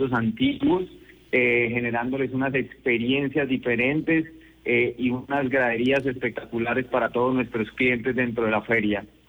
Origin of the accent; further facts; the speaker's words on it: Santander, Colombia; yo porque soy orgulloso santandereano